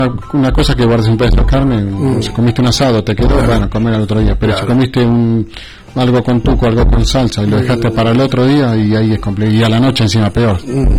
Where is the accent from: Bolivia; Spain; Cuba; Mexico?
Bolivia; La Paz; moved away; Nosotros, porque nosotros que somos de La Paz